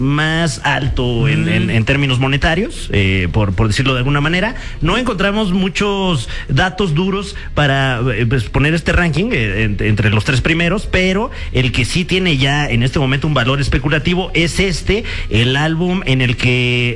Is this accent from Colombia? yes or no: no; Mexico; a nosotros como mexicanos